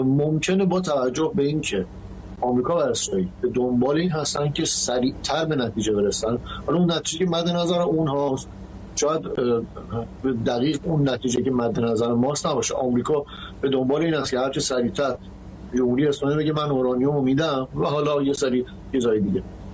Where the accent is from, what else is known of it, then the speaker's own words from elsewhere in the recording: Iran; moved away; من شخصا به عنوان یک ایرانی